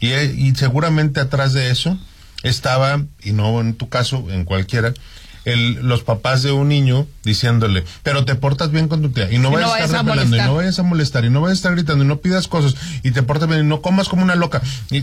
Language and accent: Spanish; Mexico; me refiero a nosotros como mexicanos